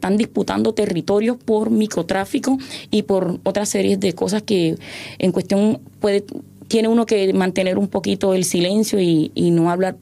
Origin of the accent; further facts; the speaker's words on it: Cartagena, Bolívar, Colombia; vengo de la ciudad de Cartagena.